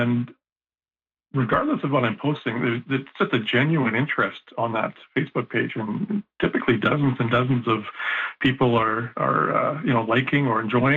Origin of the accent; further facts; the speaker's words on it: Kane, Manitoba, Canada; moved away as an adult; now in Morden, Canada; I grew up in the area. I grew up in a small town called Kane, which is about half hour northeast of here.